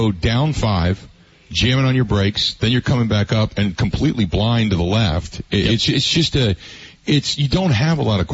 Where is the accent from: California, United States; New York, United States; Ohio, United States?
Ohio, United States; Cincinnati; I grew up in Cincinnati in the Ohio River Basin.